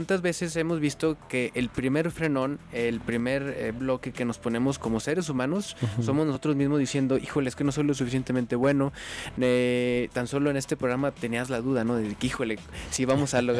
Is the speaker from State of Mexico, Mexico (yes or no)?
no; Zacatecas, Mexico; como buen zacatecano, me encanta mi estado, me encanta Zacatecas